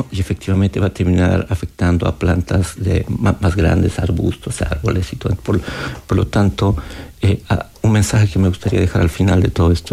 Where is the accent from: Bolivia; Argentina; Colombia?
Bolivia; moved away as an adult; now in Chile; Yo soy de Bolivia, llegué hace casi 20 años acá al doctorado de la Universidad Católica.